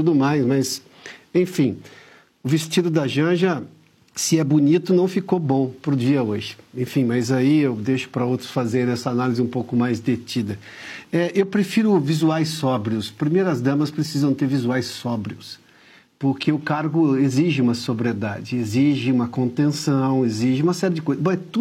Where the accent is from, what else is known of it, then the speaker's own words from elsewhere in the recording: São Paulo, Brazil; Pois lá no interior de São Paulo, de onde eu venho, no meio da década de 80, isso já não era chique, tá?